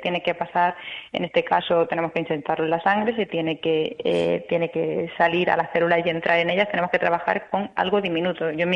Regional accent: Granada, Andalusia, Spain; Pues yo vengo desde Granada y he de decir que como en casa.

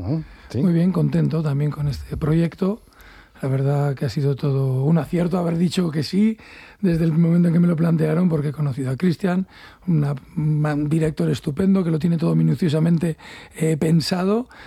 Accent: Bilbao, Basque Country, Spain; yo soy de Irala

